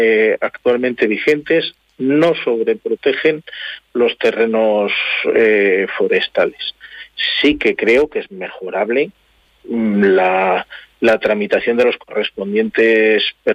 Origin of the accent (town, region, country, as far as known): Aragon, Spain